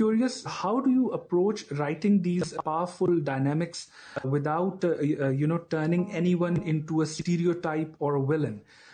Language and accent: English; Lahore, Punjab, Pakistan; I am from Lahore, Pakistan.